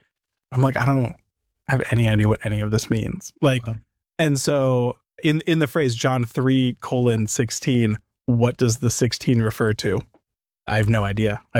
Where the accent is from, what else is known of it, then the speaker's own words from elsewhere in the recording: Nebraska, United States; moved away as an adult; now in South Canaan, United States; I was born and raised in Nebraska, and I was baptized as a baby.